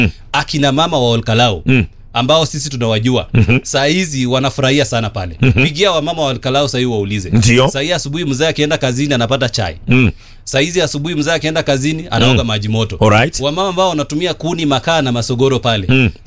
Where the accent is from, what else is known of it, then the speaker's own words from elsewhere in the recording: Nyamira County, Kenya; Mimi na mahali ninatoka pale North Mugirango.